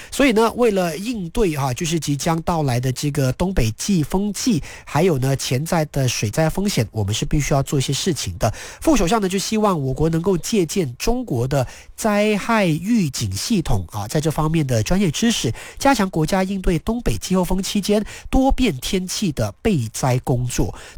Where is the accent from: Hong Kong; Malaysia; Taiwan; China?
Malaysia